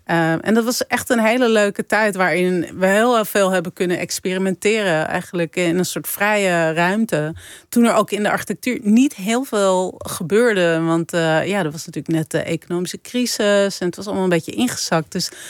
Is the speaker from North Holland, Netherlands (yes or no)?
yes; Amsterdam, North Holland, Netherlands; ik heb er als Amsterdammer natuurlijk grote moeite mee. Ik vind het heel moeilijk om in dezelfde buurt te wonen waar ik opgroei.